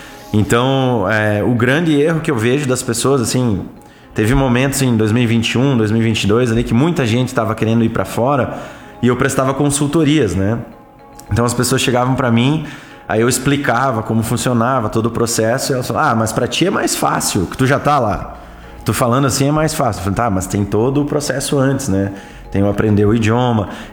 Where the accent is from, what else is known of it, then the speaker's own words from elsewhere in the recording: Brazil; now in Toronto, Canada; para nós brasileiros